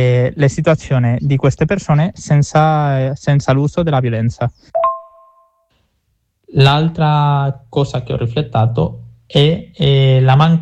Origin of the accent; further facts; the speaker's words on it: Spain; Italian is a second language; il governo del nostro paese, della città di Ceuta